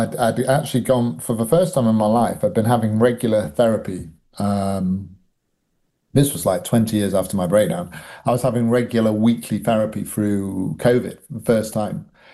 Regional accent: United Kingdom; growing up in Britain and our sort of drink culture over here.

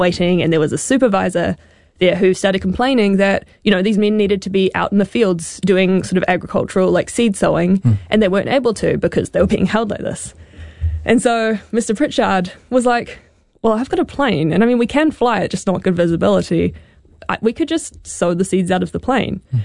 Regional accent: New Zealand; perhaps just my experience as a New Zealander, I think because we're just this tiny little country at the bottom of the world

